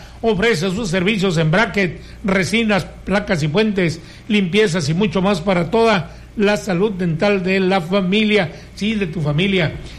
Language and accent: Spanish; Mexico; la algarabía con que nos vimos como mexicanos, envueltos todos en una fiesta cordial y de corazón enorme, poniéndonos la verde